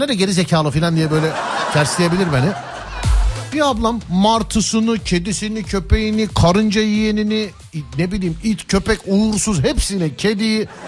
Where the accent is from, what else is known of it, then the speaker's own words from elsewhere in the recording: Istanbul, Turkey; Söylüyorum bir İstanbullu olarak.